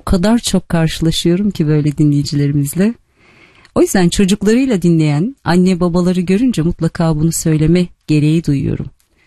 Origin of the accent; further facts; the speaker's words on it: Pamukova, Sakarya, Turkey; Memleketimden bir mesaj göndermiş Pamukova tarafından.